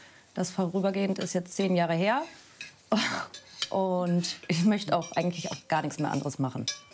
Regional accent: Emminghausen, Germany; Ich bin hier in Emminghausen aufgewachsen

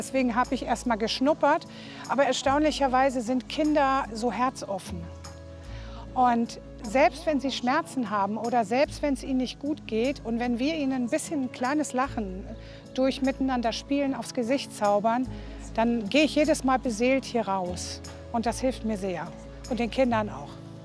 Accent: Hamburg, Germany; ich komme aus Hamburg-Wandsbek, bin 60 Jahre alt, verheiratet, ein Sohn.

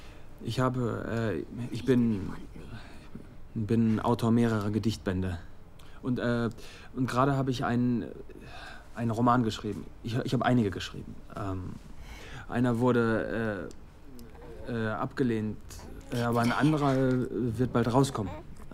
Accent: Montreal, Quebec, Canada; Ich komme aus Montreal. Kanada.

